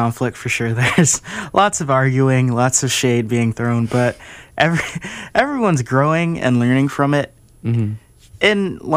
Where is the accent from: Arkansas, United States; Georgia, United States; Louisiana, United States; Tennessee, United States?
Georgia, United States; Valdosta; Growing up, I lived in South Georgia in a place called Valdosta.